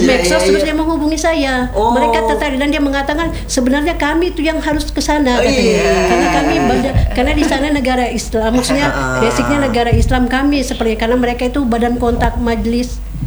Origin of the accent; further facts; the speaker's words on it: Tawau, Sabah, Malaysia; Kita dari Tawau, dari Tawau ke Kuala Lumpur itu naik pesawat 3 jam.